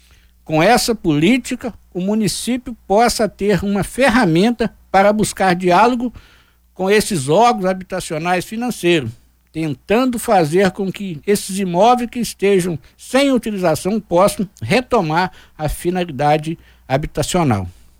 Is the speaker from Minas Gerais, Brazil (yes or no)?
yes; Minas Gerais, Brazil; born there; lá em Silveira Carvalho, onde eu nasci